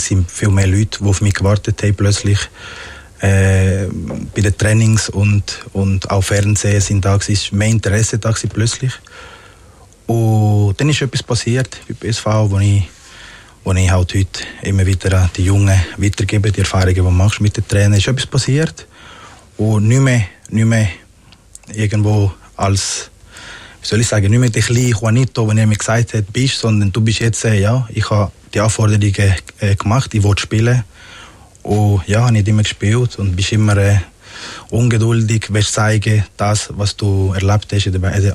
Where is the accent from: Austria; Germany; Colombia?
Colombia; Magdalena; now in Switzerland; ich bin auch ganz am Strand mit meinen Grosseltern aufgewachsen, in Parque Tayrona heisst es.